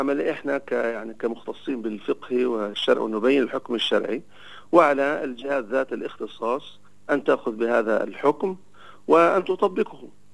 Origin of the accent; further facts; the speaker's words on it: Nablus, West Bank, Palestine; حصل عندنا في نابلس